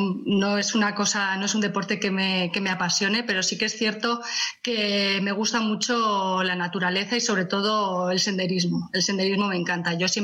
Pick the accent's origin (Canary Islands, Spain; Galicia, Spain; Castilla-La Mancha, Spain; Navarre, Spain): Navarre, Spain; Estella; born there; Tierra Estella y de mi ciudad, que no he salido más que, bueno, lo justo y necesario, ¿no? Nací aquí y aquí me quedé a vivir, porque, bueno, realmente amo esta ciudad, que es, bueno, pues pequeña, ¿no? Tenemos eso, 14.000 habitantes